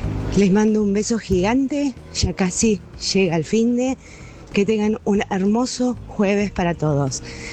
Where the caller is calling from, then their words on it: Buenos Aires, Argentina; de Liniers.